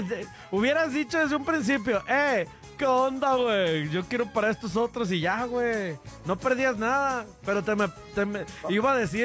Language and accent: Spanish; Guanajuato, Mexico; Soy de Guanajuato, güey.